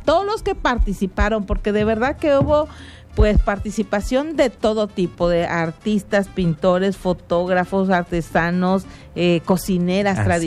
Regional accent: Tabasco, Mexico; lo que somos los tabasqueños y las tabasqueñas, que tenemos un legado que compartir

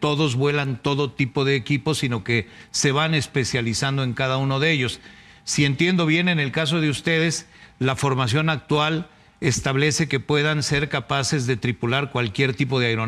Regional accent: Mexico City, Mexico; Tú eres chilango como yo

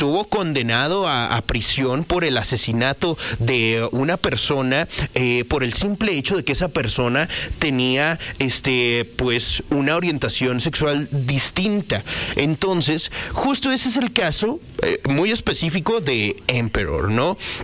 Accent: Mexico; somos mexicanos

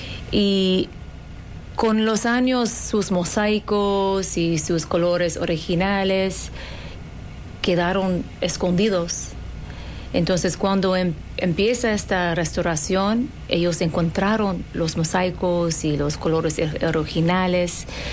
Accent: Palestine; Spanish is a second language; now in Mexico; hay otra cara de Palestina, de quién somos como pueblo

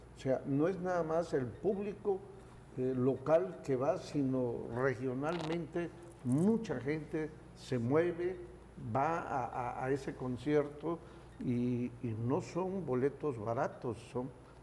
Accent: Mexico

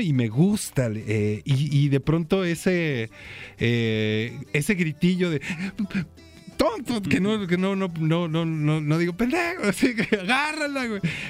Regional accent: Mexico; cómo somos los mexicanos.

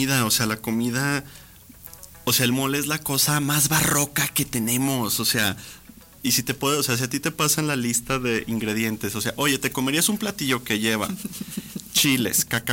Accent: Mexico

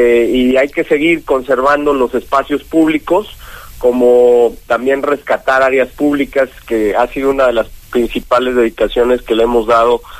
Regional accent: Mexico

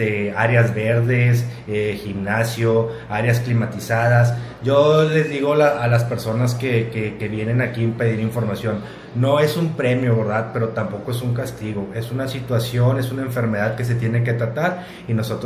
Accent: Monterrey, Nuevo León, Mexico; moved away as an adult; now in Múzquiz, Mexico; Yo soy de Monterrey, Nuevo León.

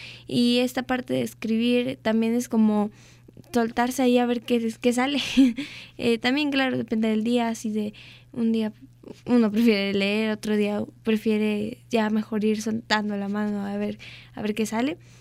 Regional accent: Xalapa, Veracruz, Mexico; also born or lived in Coatepec, Mexico; soy originaria de aquí de Jalapa o de Coatepec, de los dos me encantan los dos lugares.

